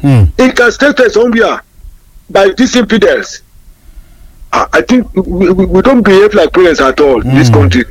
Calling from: Oyo, Nigeria; I'm calling from Ibaraba.

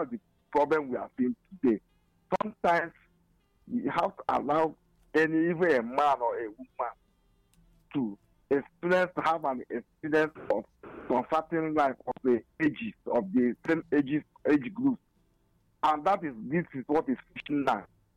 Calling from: Kenya; I'm calling from Kenya.

